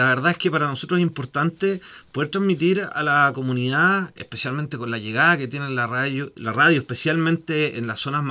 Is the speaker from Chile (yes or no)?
yes; Purranque, Los Lagos, Chile; yo soy de Purranque. Para los que no saben, es una comuna mediana que está entre Osorno y Puerto Varas.